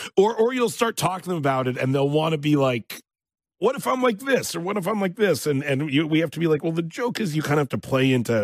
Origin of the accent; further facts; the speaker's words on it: Canada; As a Canadian, like, that was it.